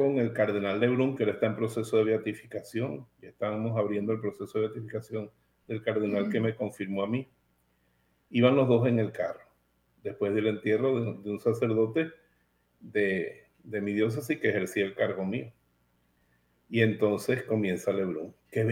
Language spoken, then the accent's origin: Spanish; Valencia, Carabobo, Venezuela; moved away; nosotros somos de la Arquidiócesis de Valencia, originarios, todos los que trabajamos en la Voz de Jesús somos de allí.